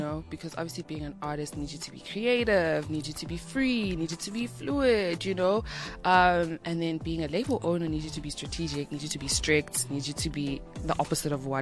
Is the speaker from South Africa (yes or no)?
yes; South Africa; I'm from South Africa, guys.